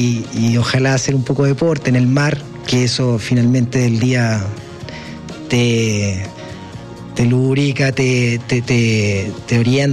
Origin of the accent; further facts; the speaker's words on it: Chile; Pero hay que decir que, bueno, en mi caso por lo menos hasta hace poco no viajábamos tanto los chilenos